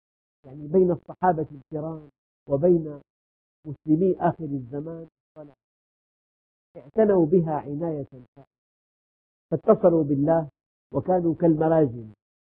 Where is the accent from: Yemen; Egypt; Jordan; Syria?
Syria; عندنا في الشام